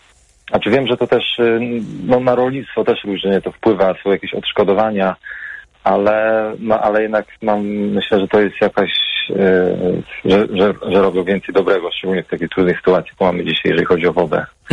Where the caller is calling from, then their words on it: Podlaskie Voivodeship, Poland; ja ogólnie pochodzę z Podlasia